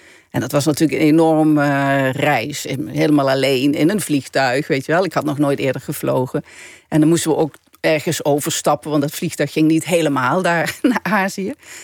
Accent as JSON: {"language": "Dutch", "town": "Simpelveld", "region": "Limburg", "country": "Netherlands", "tie": "born or raised there", "moved": "yes", "said": "Ik zag de Keverbergen, dat is waar ik opgegroeid ben. Dat, zo heette die hoeve. Ik zag Simpelveld"}